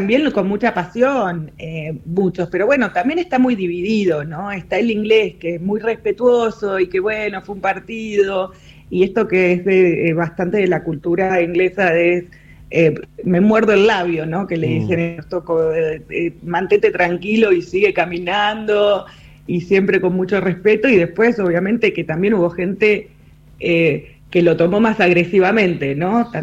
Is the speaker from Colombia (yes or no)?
no; Argentina; Dije, soy una chica argentina, tampoco te enojes tanto.